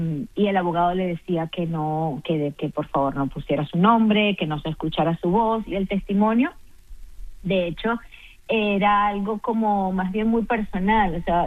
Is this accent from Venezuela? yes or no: yes; Venezuela; now in Doral, United States; Más de 40% de los habitantes somos venezolanos, por cierto